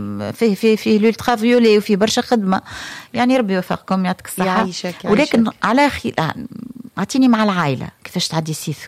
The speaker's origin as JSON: {"language": "Arabic", "town": "Sfax", "region": "Sfax Governorate", "country": "Tunisia", "tie": "born there", "said": "أنا مولودة في صفاقس ونعرف صفاقسية نعرف عندي برشا صحابي من صفاقس"}